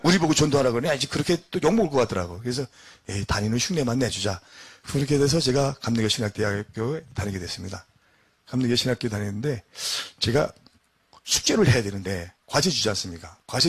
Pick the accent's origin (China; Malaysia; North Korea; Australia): North Korea; now in South Korea